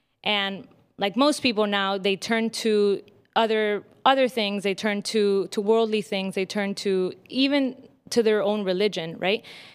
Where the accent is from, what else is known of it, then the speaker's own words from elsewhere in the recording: Key Biscayne, Florida, United States; also born or lived in Mexico; I am 24 years old. I was born in Mexico, but raised here in Miami, Florida, in Key Biscayne to be exact.